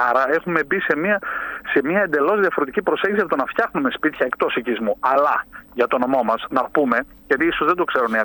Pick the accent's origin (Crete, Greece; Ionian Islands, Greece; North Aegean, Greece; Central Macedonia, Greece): Central Macedonia, Greece; Θα τσίτ που λένε στο χωριό μου στη Χαλκιδική.